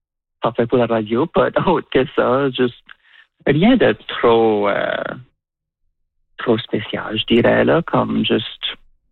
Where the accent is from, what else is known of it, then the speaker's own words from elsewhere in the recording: New Brunswick, Canada; now in Prince Edward Island, Canada; Moi, originalement, je viens du Nouveau-Brunswick